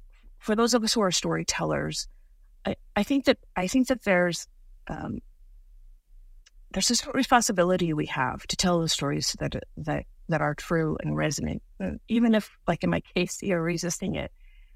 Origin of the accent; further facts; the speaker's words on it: United States; I'm a kid growing up in America